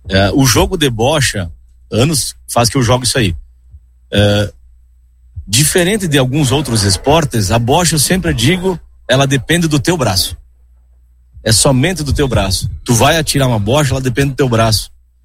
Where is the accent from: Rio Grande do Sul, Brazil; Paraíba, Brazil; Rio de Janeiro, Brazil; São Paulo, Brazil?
Rio Grande do Sul, Brazil; Marau; Eu sou de Marau.